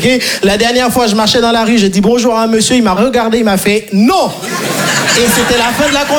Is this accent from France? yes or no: no; Haiti; Moi, je viens de Haïti. Est-ce que par applaudissement, tout le monde voit ce que c'est Haïti ?